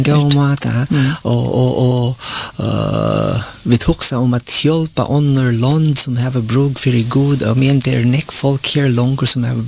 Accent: Philippines; Swedish is a second language; Men nu vi är ganska 200 från Filippinerna här

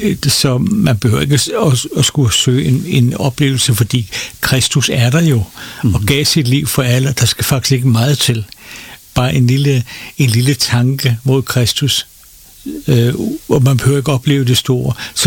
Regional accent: Copenhagen, Capital Region, Denmark; born or raised there

